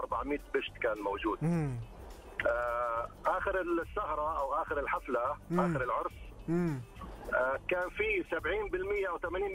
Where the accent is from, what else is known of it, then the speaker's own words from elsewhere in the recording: Lebanon; أنا من لبنان.